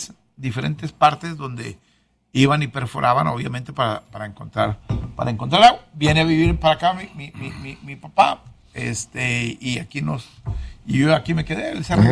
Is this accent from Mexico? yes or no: yes; Reynosa, Tamaulipas, Mexico; now in Monterrey, Mexico; Que a mí me llamaba mucho la atención cuando vinimos a la ciudad de Monterrey. Porque en Reynosa tú caminabas descalzo para todos lados.